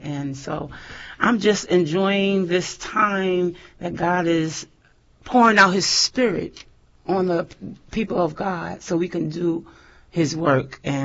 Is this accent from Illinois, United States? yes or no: no; Freeport, New York, United States; moved away as an adult; now in North Carolina, United States; I just reside in North Carolina. But my home is New York. I was born and raised here in New York.